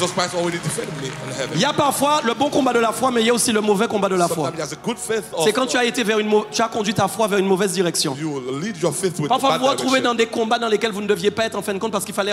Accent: Guadeloupe; chez nous en Guadeloupe

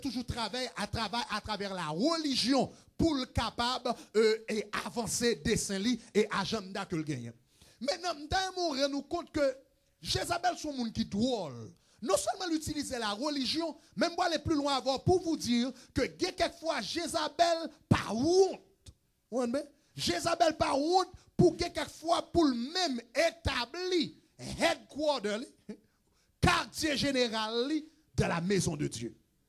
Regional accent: Haiti; que moi avant, en tant qu'haïtien, je dis, hein, nous vînes qu'on est sous le nom d'Ezuli.

